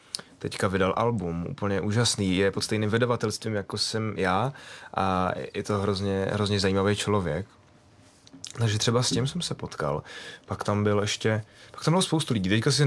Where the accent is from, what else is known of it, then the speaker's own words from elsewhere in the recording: Moravia, Czechia; já jsem přijel z Moravy do velkého města, spousta věmů, spousta lidí nových